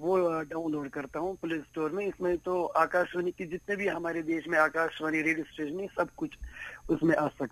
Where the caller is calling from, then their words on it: Jammu and Kashmir, India; मैं सेंट्रल कश्मीर से बात कर रहा हूँ, जिला बड़गांव में हमारा गांव पड़ता है सर।